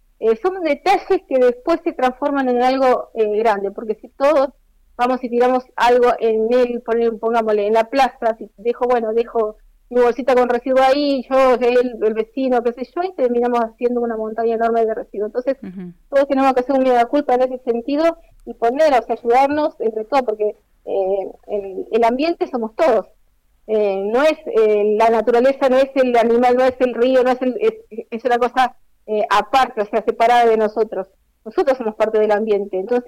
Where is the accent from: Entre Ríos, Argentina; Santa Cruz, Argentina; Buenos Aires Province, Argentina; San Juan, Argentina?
Santa Cruz, Argentina; Río Gallegos; born there; Yo soy nacida acá en Río Gallegos, soy santacruceña